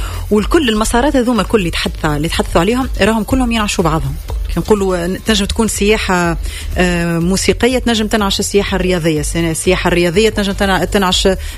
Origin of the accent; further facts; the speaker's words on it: Tunisia; انا تونسية منيش اجنبية